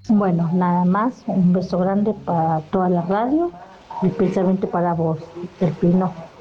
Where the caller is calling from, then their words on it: Ituzaingó, Buenos Aires Province, Argentina; de Ituzaingó.